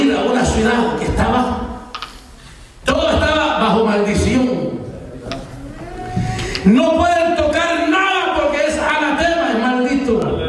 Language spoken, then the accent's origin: Spanish; El Salvador; accent: Salvadoran